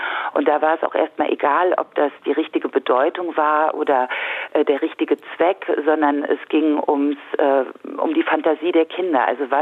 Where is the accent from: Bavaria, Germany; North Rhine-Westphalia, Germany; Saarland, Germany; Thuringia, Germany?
Saarland, Germany; selbst ich bin jetzt doch schon älter, bin Saarländerin